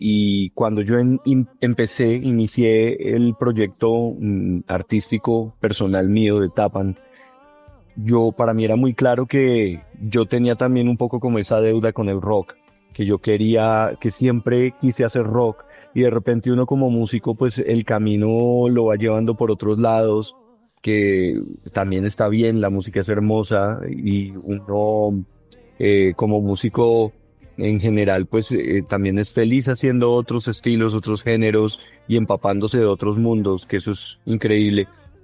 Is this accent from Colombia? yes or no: yes; Colombia; uno siendo colombiano